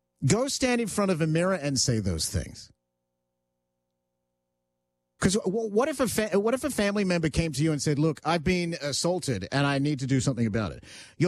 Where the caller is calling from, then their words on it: Georgina, Ontario, Canada; I'm from Georgina, Ontario.